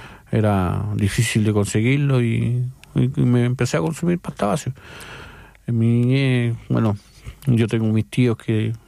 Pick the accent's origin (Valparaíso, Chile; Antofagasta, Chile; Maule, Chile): Antofagasta, Chile; now in Calama, Chile; Pues yo soy de Antofagasta